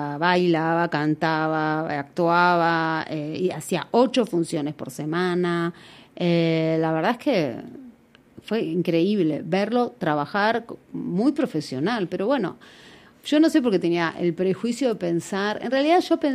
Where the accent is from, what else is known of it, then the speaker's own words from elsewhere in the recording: Argentina; siendo yo argentina y sin hablar inglés como mi segunda lengua, yo conocía, entendía, podía hablar un poco